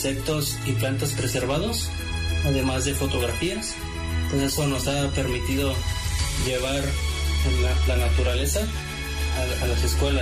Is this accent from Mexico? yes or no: yes; Acatlán, Puebla, Mexico; born there; soy biólogo, nací aquí en la Mixteca de Acatlán.